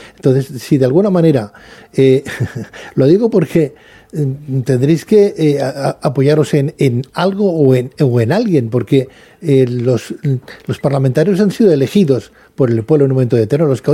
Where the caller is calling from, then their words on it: Barcelona, Catalonia, Spain; Yo vivo en Barcelona.